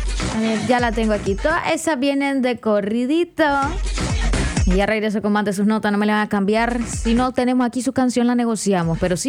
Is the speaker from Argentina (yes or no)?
no; Nicaragua; Aquí nosotros celebramos septiembre como Nica.